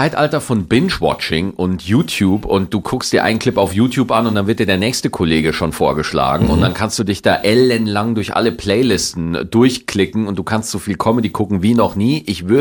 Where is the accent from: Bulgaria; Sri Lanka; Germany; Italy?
Germany; Bavaria; Aber je näher ich tatsächlich an meine Heimat Niederbayer komme, umso schneller hört man dann raus